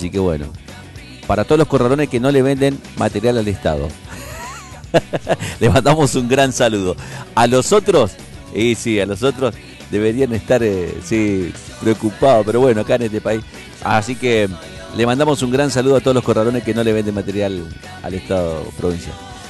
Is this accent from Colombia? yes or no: no; Santa Fe, Argentina; nosotros como santafesinos